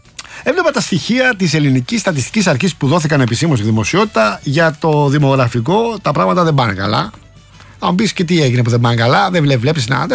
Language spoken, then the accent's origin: Greek; Rafina, Attica, Greece; θα πάμε στη Ραφίνα αργότερα, την πατρίδα μου